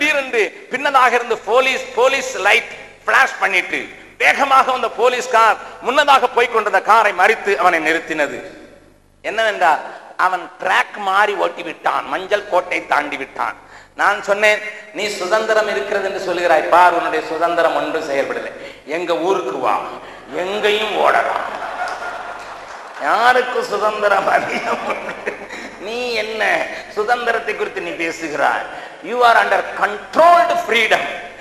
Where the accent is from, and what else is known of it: India